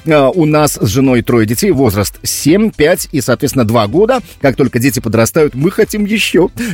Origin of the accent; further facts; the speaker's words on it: Nizhny Tagil, Sverdlovsk Oblast, Russia; Я из Нижнего Тагила. Это Урал.